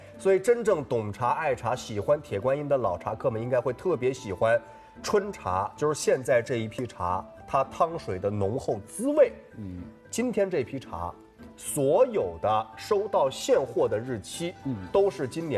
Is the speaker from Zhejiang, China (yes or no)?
no; Fujian, China; 福建省泉州市安溪县大坪乡。 … 作为一个土生土长的福建孩子